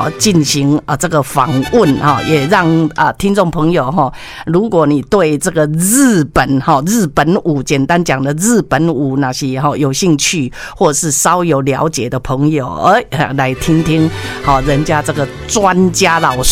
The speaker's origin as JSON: {"language": "Chinese", "country": "Taiwan", "said": "我们台湾人"}